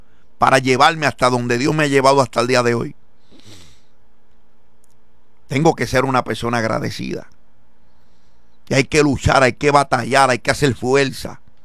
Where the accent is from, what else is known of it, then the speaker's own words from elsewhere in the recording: Puerto Rico; mi país, Puerto Rico.